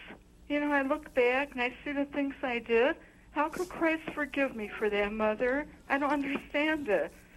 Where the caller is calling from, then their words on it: Chicago, Illinois, United States; from Chicago, Illinois.